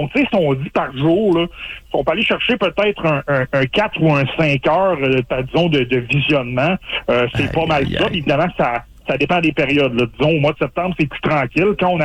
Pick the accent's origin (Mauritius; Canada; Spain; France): Canada; Port-Cartier, Quebec; je suis originaire de Port-Cartier sur la côte nord